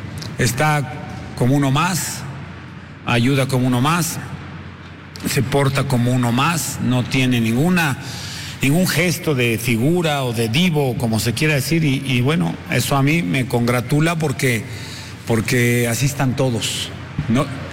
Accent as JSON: {"language": "Spanish", "country": "Mexico", "said": "somos 11 mexicanos que tenemos que hacer gol allá y que no te dan gol aquí."}